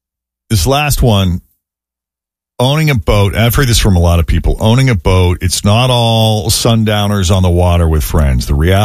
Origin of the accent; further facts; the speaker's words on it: East Coast, United States; moved away; Even growing up on the East Coast, very little watercraft experience.